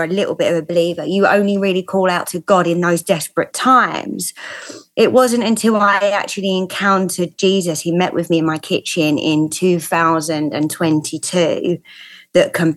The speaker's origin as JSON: {"language": "English", "region": "London", "country": "United Kingdom", "tie": "born or raised there", "accent": "London", "said": "I'm a Southeast Londoner."}